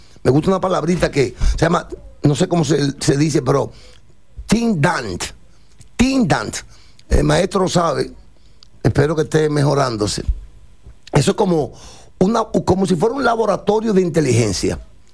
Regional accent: Dominican Republic

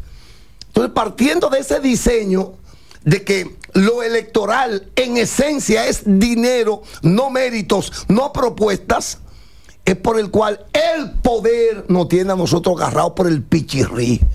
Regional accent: Dominican Republic

